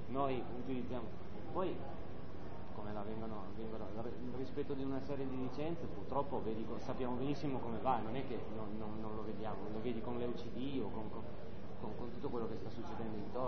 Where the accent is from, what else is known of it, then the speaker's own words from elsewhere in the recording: Turin, Piedmont, Italy; se siete di Torino io sono di Torino